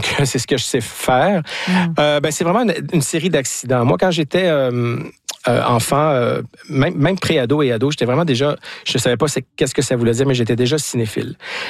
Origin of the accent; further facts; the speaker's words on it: Dégelis, Quebec, Canada; born there; moved away; Donc, je suis encore très, très, très, très confortable là, dans mon coin de pays. Mais ça se limite un peu à Dégely